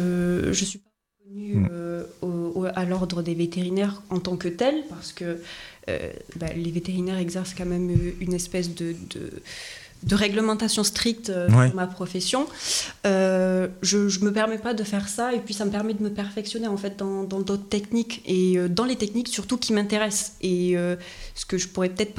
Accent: Occitanie, France; dire que je suis même gersoise pure souche.

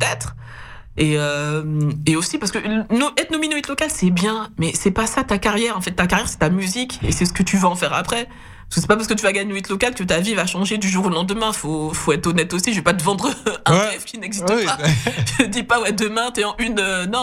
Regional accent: Antilles, France; pour nous, ultramarins

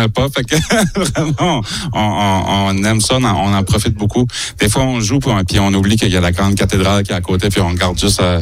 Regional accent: New Brunswick, Canada; accent: Acadian; Ben, B-A-I-E, nous autres, on vient de la baie des Chaleurs, fait que ça, c'est la grande baie qui est entre nous autres et la Gaspésie au Nouveau-Brunswick.

